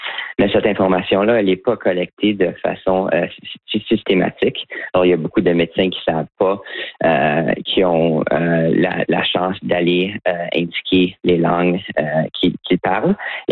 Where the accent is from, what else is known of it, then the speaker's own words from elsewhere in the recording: Ottawa, Ontario, Canada; Oui, mais moi, j'ai grandi à Ottawa, puis j'ai fait la plupart de mes études en français, incluant dans le programme de médecine à Ottawa en français.